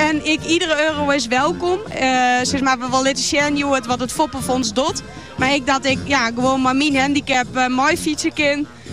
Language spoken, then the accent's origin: Dutch; Friesland, Netherlands; En ik denk dat wij daar als Friesen heel goed in binnen.